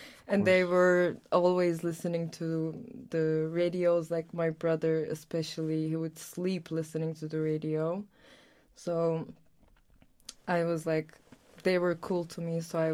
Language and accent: English; Aegean Region, Turkey; moved away; I'm from Turkey and my hometown is right across Greece on the Aegean coast